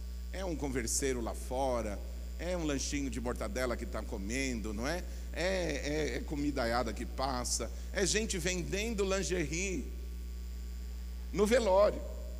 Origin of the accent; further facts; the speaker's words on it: São Paulo, Brazil; moved away; Eu sou paulistano.